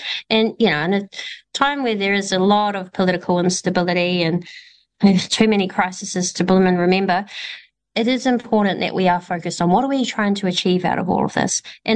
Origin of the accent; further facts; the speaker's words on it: New Zealand; You know, every you go overseas anywhere and you say, I'm from New Zealand, and they go, ah, the haka, you know, ah, the All Blacks.